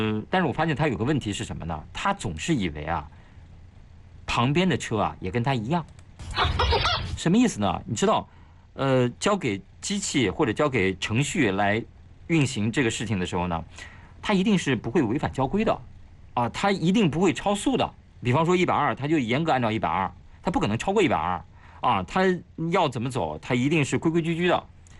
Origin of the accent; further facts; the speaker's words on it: Shanxi, China; moved away; 我是个山西人啊